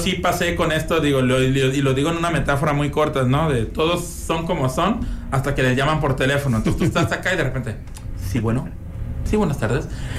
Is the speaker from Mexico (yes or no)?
yes; Mexico; todos somos mexicanos